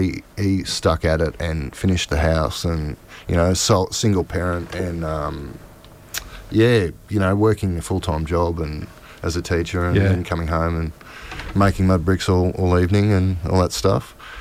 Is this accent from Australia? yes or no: yes; Bellbrae, Victoria, Australia; My folks bought a block of land down near Bell's Beach in a place called Bellbrae in Victoria. And started building a mud brick house.